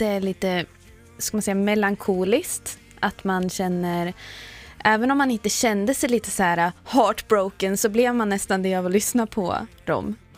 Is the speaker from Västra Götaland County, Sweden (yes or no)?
no; Västernorrland County, Sweden; De är ju från Ånge. Det är bara några kilometer typ från där jag växte upp.